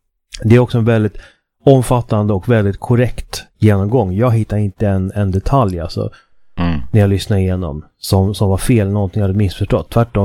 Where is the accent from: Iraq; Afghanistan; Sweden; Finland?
Sweden; det är väldigt roligt som svensk